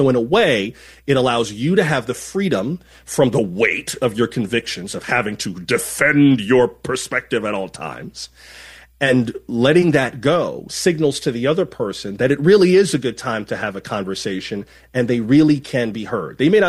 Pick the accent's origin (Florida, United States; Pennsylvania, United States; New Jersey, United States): Florida, United States; I grew up in South Florida, so I know from this.